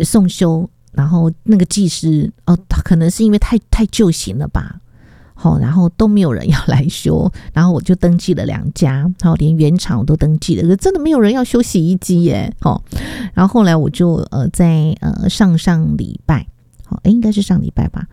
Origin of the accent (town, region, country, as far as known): Taiwan